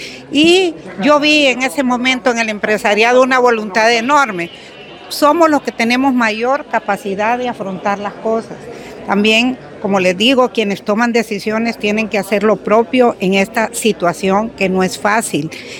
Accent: Honduras; nosotros como hondureños, los ciudadanos

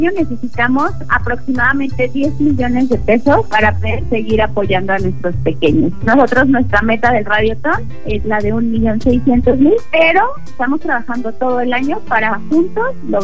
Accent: Querétaro, Mexico; somos todos los queretanos

